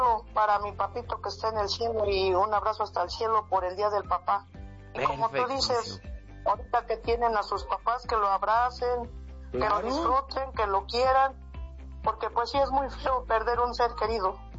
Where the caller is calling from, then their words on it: Coyotepec, Mexico; vivo en Coyotepec.